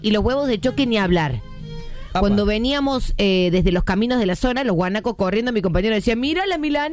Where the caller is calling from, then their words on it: Río Cuarto, Córdoba, Argentina; de Río Cuarto.